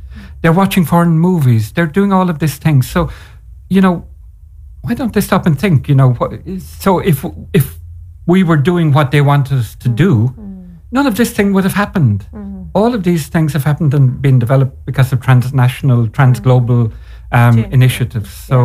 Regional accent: Ireland; we've been there as Irish people.

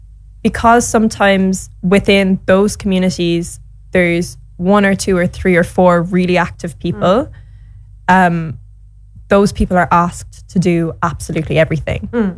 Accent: Ireland; I'm an Irish white person.

